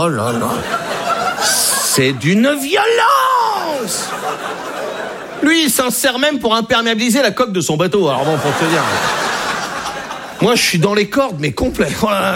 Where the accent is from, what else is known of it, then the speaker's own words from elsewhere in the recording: Brittany, France; Je suis breton. Moi, j'ai été accepté en Bretagne.